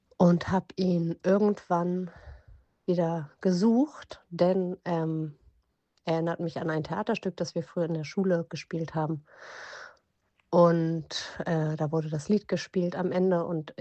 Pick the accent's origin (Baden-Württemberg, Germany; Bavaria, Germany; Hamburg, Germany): Hamburg, Germany; ich komme aus Hamburg.